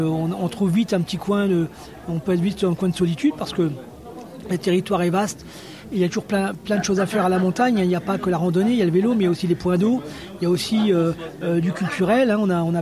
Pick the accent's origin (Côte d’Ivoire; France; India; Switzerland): France; Grand Est; now in Portes du Soleil, France; Maintenant, je me considère un peu comme un montagnard, mais c'est vrai qu'à l'origine, je suis né en Champagne. Et en fait, je n'ai passé que mon adolescence.